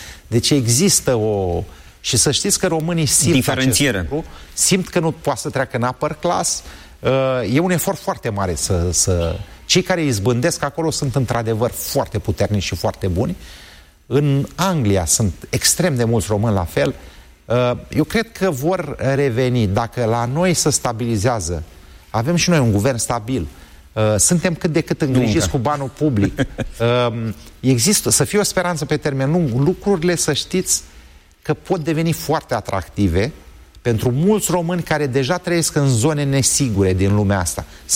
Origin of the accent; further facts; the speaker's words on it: Slobozia, Ialomița County, Romania; Bine, dar eu sunt din Slobozia și n-am 3 ani, că nu știa.